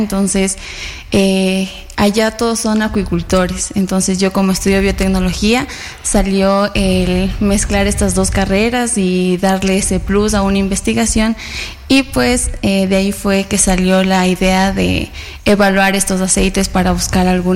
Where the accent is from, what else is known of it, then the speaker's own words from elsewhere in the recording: Pelileo, Tungurahua, Ecuador; moved away as an adult; now in Latacunga, Ecuador; yo soy de Tungurahua, específicamente de Pelileo, pero por mis estudios estoy aquí en Atacunga. Pero por tesista fui allá a Santa Elena.